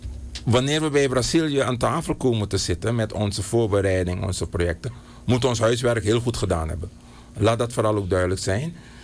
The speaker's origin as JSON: {"language": "Dutch", "country": "Suriname"}